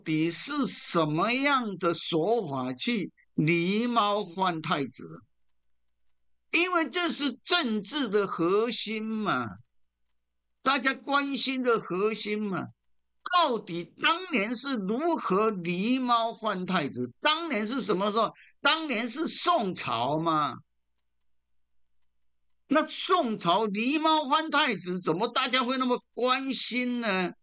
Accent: Taiwan

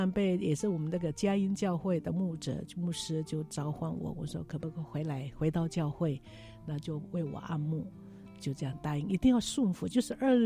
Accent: Taiwan; 你只要告诉他我们是台湾的

